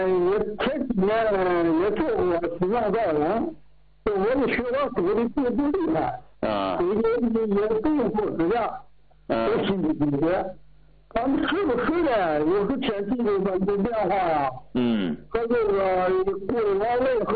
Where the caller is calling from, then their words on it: Tianjin, China; 我是天津的，我是82岁，